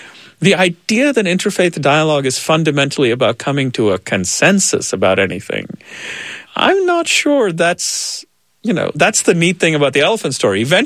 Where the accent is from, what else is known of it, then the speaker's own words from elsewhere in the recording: India; I mean, being Indian is awesome because of the great food. And I do say, thank God I'm an Indian for that reason.